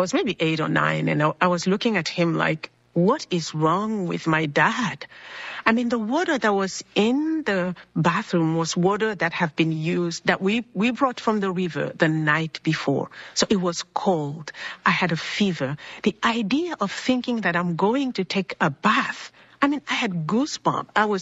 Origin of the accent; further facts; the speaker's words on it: Brazzaville, Republic of the Congo; I was born and raised in Congo Brazzaville.